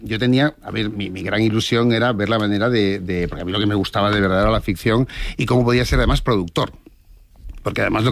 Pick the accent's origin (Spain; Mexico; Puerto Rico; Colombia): Spain; Seville, Andalusia; now in Madrid, Spain; trabajo como becario en Madrid cuando vine de Sevilla